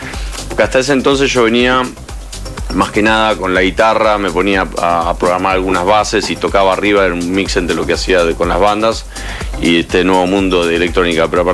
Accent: Buenos Aires Province, Argentina; born there; del oeste de Buenos Aires.

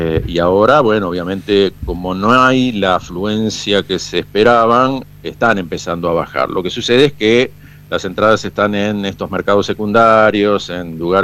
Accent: Rosario, Santa Fe, Argentina; now in Kansas City, United States; Nosotros en la oficina somos tres rosarinos

